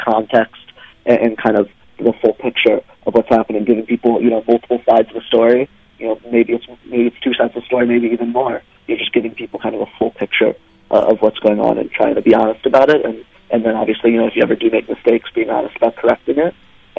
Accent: St. Louis, Missouri, United States; now in Washington, United States; St. Louis, Missouri.

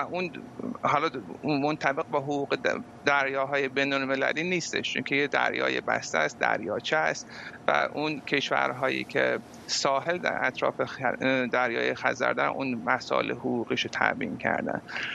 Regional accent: Iran; moved away; من به عنوان یک ایرانی ها اتفاقا در یک کشور غربی نشستم

